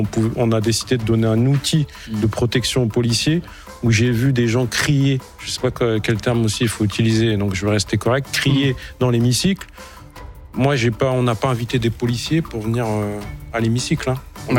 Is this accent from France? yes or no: yes; France; Moi, je suis d'origine marocaine, je suis né marocain, je suis français et fier de l'être, je suis mat de peau.